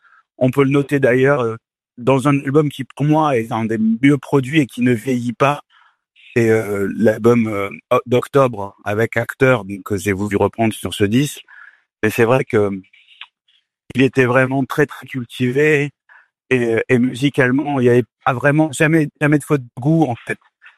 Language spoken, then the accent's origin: French; Bordeaux, Nouvelle-Aquitaine, France; moved away; moi je suis bordelais, je suis arrivé à Rennes en 78